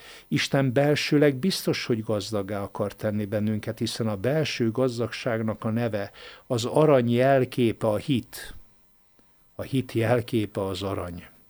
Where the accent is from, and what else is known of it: Mosonmagyaróvár, Győr-Moson-Sopron, Hungary; born or raised there